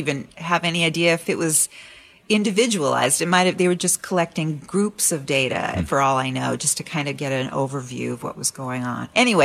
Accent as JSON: {"language": "English", "town": "Richland", "region": "Washington", "country": "United States", "tie": "born or raised there", "said": "I have to defend this place. It is my hometown and these are my people."}